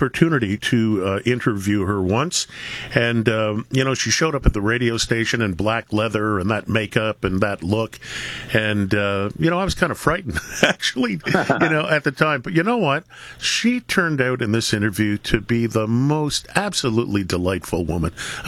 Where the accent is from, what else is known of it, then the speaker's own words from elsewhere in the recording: Toronto, Ontario, Canada; moved away; Now, I don't live in Toronto. I mean, that's my hometown. I haven't lived there in a million years